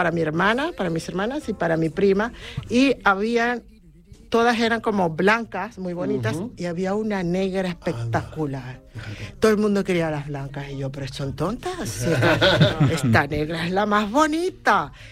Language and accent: Spanish; Venezuela; yo vengo de Venezuela. En Venezuela no se escucha normalmente jazz.